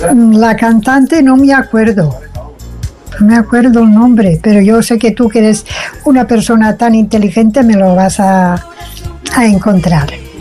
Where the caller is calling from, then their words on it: Gandia, Valencian Community, Spain; de Gandía.